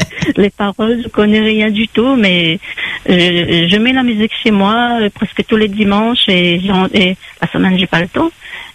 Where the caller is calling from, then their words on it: La Possession, Réunion; Oui, je téléphone … de la Possession.